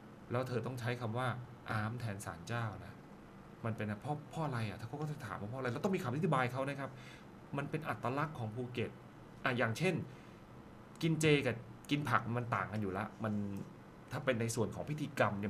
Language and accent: Thai; Phuket, Thailand; เราเป็นคนพื้นถิ่นเราเป็นคนปุนเตเราเป็นคนภูเก็ตนะครับ